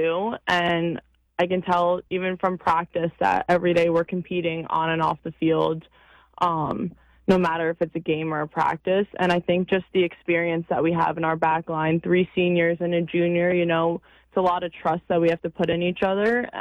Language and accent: English; New York, United States; I mean, growing up on Long Island, you know, Stoya and our old coach Marissa, both from Long Island